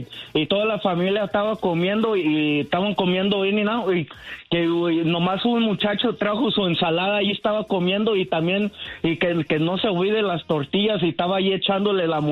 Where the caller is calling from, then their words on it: Los Angeles, California, United States; Hola, mi Choco, me llamo de Los Ángeles.